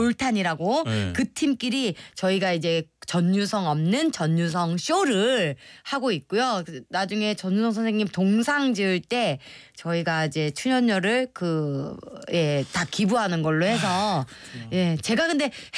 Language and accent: Korean; Busan, South Korea; now in Seoul, South Korea; 아 저는 자라기는 이제 남포동 쪽에서 자라고요. 예, 네, 뭐 이렇게 서울을 2002년에 올라왔습니다.